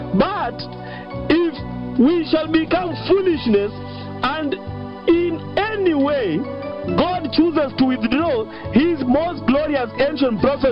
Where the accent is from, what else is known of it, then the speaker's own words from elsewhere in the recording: Kenya; Victor, for me as a Kenyan, I think I want to say, my brothers, my fellow sisters, please let us sober up.